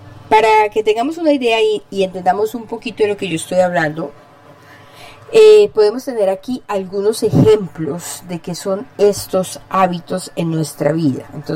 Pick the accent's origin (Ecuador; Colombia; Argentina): Colombia; moved away; mi tierra después de 19 años sin venir a visitarla